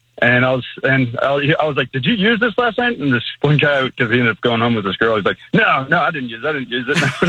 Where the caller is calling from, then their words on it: Frederick, Maryland, United States; I'm from Frederick, Maryland.